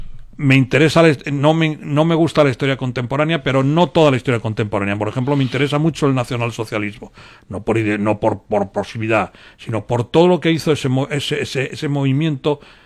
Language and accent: Spanish; León, Castile and León, Spain; Yo tengo un cuarto de asturiano de Oviedo, yo soy de León capital, soy un leonesista, bueno, estoy afiliado a un partido leonesista